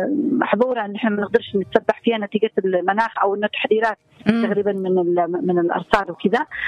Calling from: Aden, Yemen

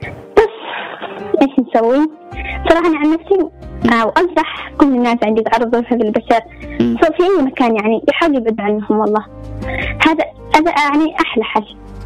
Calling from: Aden, Yemen

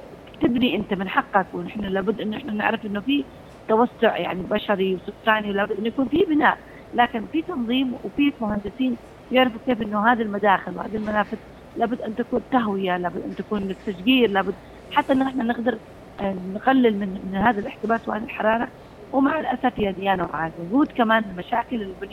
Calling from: Yemen; عندنا في اليمن

